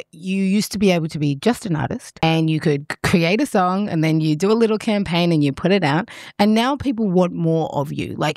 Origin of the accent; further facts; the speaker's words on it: Uganda; moved away; I'm from Uganda